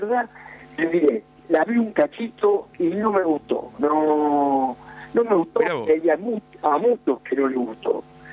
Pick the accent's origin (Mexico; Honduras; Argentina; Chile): Argentina; Esperamos todos, los argentinos, que somos casi todos de Boca, que nos vaya muy bien en la Sudamericana